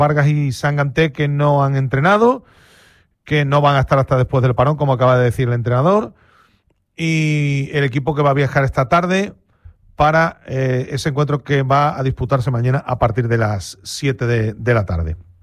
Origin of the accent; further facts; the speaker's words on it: Morocco; con un objetivo político de desprecio hacia mi pueblo, el pueblo marroquí.